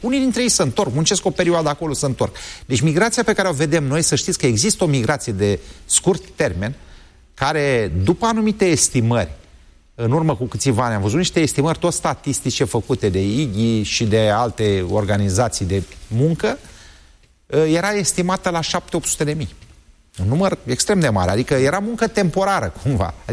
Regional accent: Slobozia, Ialomița County, Romania; Bine, dar eu sunt din Slobozia și n-am 3 ani, că nu știa.

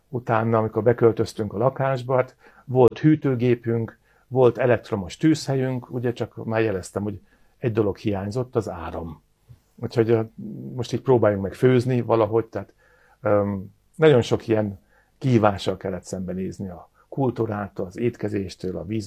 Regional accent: Hungary; moved away as an adult; also born or lived in Germany / Africa; magyarként Németországba kimentünk tanulni

